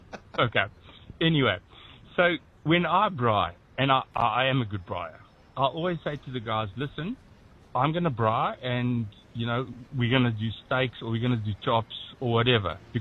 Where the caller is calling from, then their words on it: Paarl, Western Cape, South Africa; I'm from Paul.